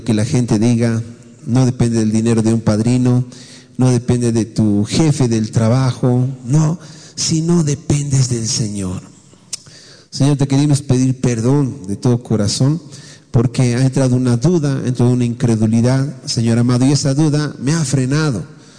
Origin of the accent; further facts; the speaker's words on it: Bolivia; Puede haber algún peruano aquí, no sé, pero la mayoría de los que estamos aquí somos bolivianos.